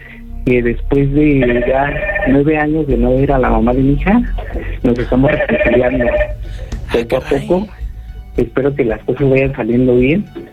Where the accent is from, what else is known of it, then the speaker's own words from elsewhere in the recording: Xochimilco, Mexico City, Mexico; Ahí en Xochimilco, somos de Xochimilco los dos, ella lo sabe.